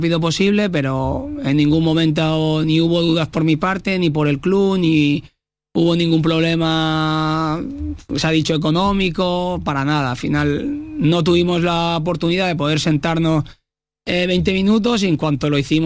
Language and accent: Spanish; Crevillent, Valencian Community, Spain; por suerte vivo muy cerca y soy de aquí al lado